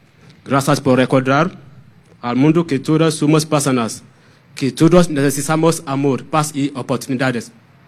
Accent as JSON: {"language": "Spanish", "country": "Nigeria", "said": "yo soy de Nigeria. Soy uno de los migrantes, Leo."}